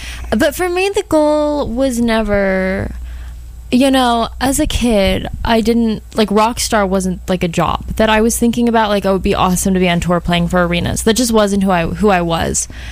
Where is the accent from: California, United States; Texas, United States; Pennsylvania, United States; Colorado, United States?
California, United States; Los Angeles; I identify so strongly as a Valley girl. First of all, I want to set the record straight. I went to school in the Shokes. I grew up in Tarzana. I have so much Tarzana pride.